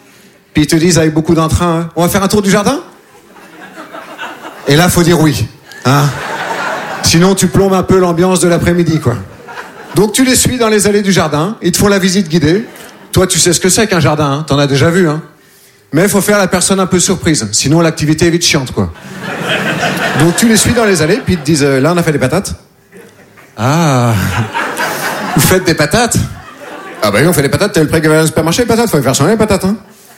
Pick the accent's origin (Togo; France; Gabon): France; Nouvelle-Aquitaine